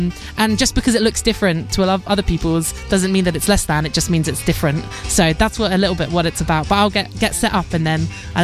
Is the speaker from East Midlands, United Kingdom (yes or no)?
no; East of England, United Kingdom; I feel like I grew up not far from Cambridge. I grew up in Bedfordshire.